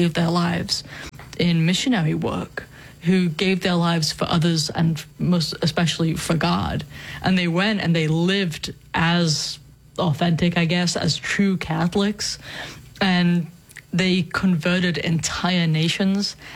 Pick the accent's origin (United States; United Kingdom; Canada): United Kingdom; England; You know, I mean, obviously I'm from England, so that naturally comes to mind